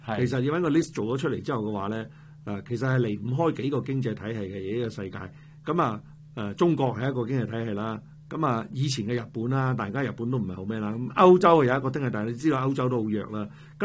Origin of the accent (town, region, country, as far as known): Canada